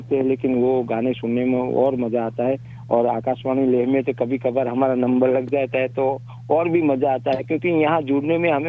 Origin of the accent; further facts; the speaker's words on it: Patan district, Gujarat, India; born there; मेरा गांव का नाम डेर और तहसील जिला पाटन, जहाँ रानी की वाह है